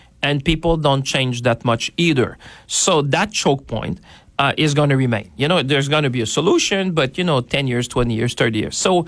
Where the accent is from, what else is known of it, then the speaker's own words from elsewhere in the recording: Canada; I'm saying a big we as Canadian